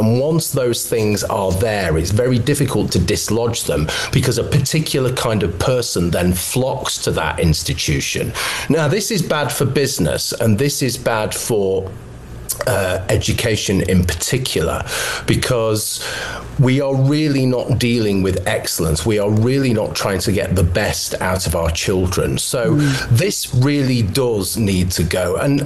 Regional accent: Manchester, North West England, United Kingdom; This was when I lived in Manchester. I'm from Manchester, and I was teaching at a university there.

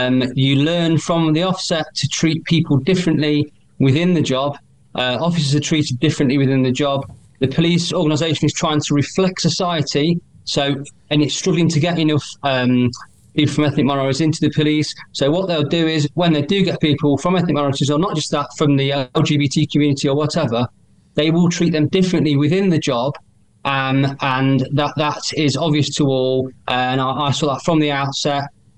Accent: Nottingham, East Midlands, United Kingdom; I'm from Nottingham.

